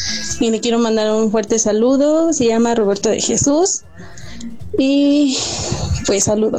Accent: San Lorenzo Tepatitlán, Jalisco, Mexico; soy de aquí de San Lorenzo Tepatitlán

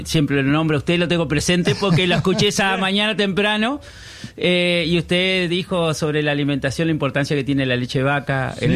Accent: Viale, Entre Ríos, Argentina; born there; Yo soy nacido en Viale, a 50 kilómetros de la capital de la provincia de Entre Ríos, en Paraná, ahí en el centro oeste de nuestra querida provincia.

